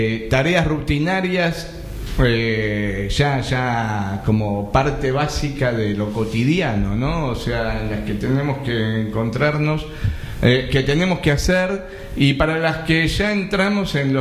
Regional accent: Buenos Aires, Argentina; also born or lived in Acasuso, Argentina; me había criado todo y había crecido y viví toda la vida en Capital, o si bien nací también en Acasuso, Acasuso es un hermoso barrio de zona norte con mucho verde

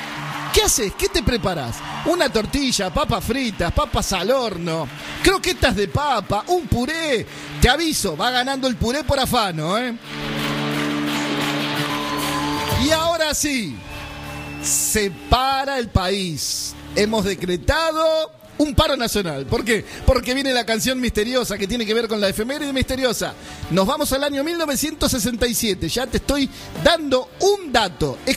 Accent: Argentina; ¡Qué corajudos que somos los argentinos!

